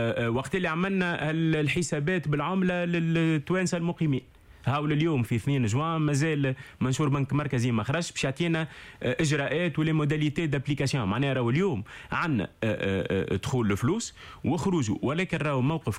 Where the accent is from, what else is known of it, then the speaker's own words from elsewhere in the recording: Tunisia; انا في 100 تونسيا 100 ماروكان انا الوالده مغربيه